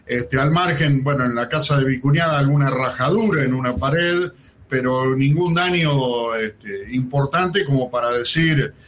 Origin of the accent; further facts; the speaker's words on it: Argentina; Lo que sí, como argentino, y perdóneme que se lo diga